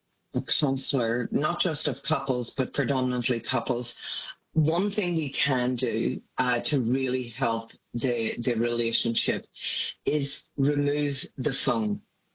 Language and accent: English; Northern Ireland, United Kingdom; now in Australia; Maybe I grew up in Northern Ireland